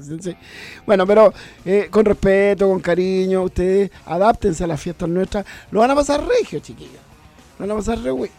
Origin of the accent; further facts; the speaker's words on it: Chile; Los chilenos no somos los más buenos para tomar en sus fiestas patrias.